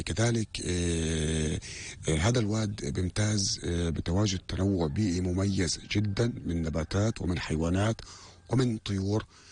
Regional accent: Palestine; طبعا محمية المزوقح هي من المحميات اللي للأسف المجهولة علينا كفلسطينيين

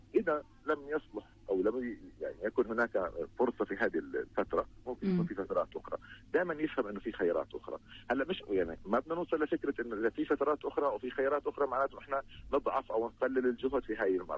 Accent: Palestine; احنا يعني كفلسطينيين

